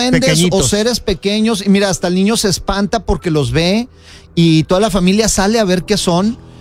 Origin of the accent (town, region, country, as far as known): Aguascalientes, Mexico; moved away